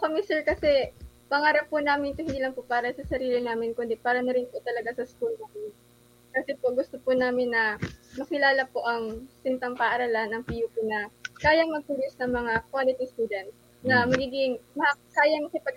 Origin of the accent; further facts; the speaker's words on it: Ragay, Bicol Region, Philippines; I'm from Port Junction Norte po. Sa Ragay po talaga